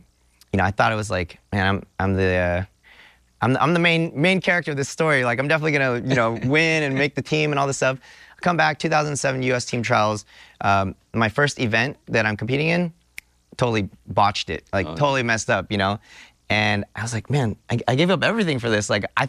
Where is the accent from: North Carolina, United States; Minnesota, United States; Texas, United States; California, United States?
California, United States; I grew up in California, Northern yeah. California. And my parents, they moved to America from Taiwan.